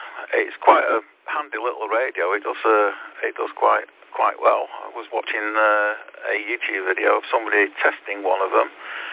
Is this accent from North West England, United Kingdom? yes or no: yes; Manchester, North West England, United Kingdom; now in Liverpool, United Kingdom; I'm from South Manchester, Withinshaw, and now live in Liverpool. So, I travelled around a little bit.